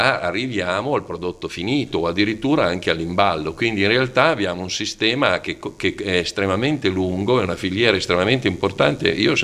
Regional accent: Parma, Emilia-Romagna, Italy; io sono di Parma

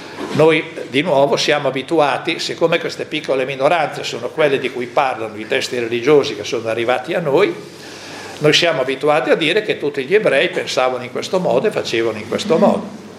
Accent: northern Italy, Italy

